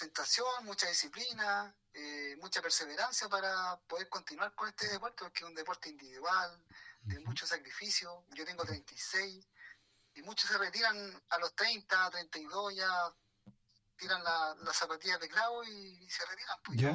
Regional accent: Rengo, O'Higgins, Chile; soy nacido y criado en Rengo

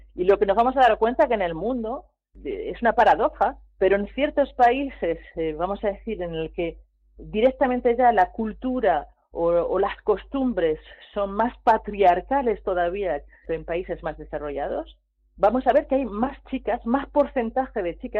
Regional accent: Spain; now in France; Soy española

